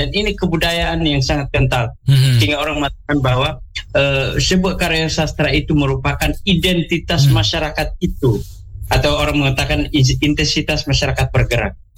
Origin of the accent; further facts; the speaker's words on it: East Nusa Tenggara, Indonesia; Kalau kami orang TTS katakan orang TTU mereka katakan takanap.